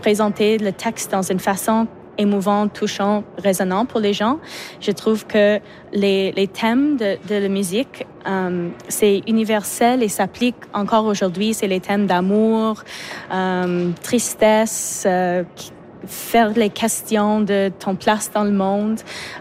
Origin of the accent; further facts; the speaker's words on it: Montreal, Quebec, Canada; parce qu'on vient de Montréal, puis on a essayé de trouver une façon d'amener tous les instruments de Montréal jusqu'à Vancouver.